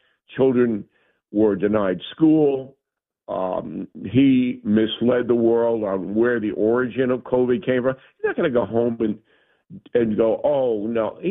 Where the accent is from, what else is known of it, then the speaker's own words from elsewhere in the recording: Levittown, New York, United States; my father was born in Brooklyn. I was raised in Levittown.